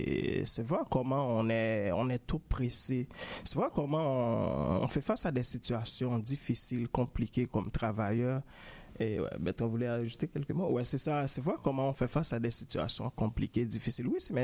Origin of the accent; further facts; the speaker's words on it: Haiti; moved away; moi, en Haïti, je viens d'Haïti, en fait.